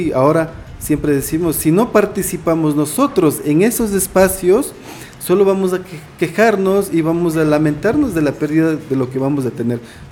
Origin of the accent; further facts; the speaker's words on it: Imbabura, Ecuador; born there; yo soy de Huaycopungo, de la Laguna de San Pablo.